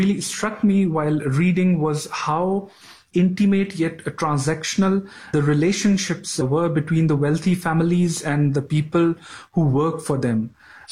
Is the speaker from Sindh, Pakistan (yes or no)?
no; Lahore, Punjab, Pakistan; from Alcatraz Books Review. I am from Lahore, Pakistan.